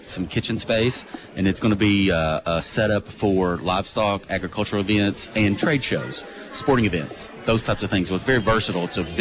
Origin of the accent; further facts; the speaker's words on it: Corbin, Kentucky, United States; I'm from Corbin.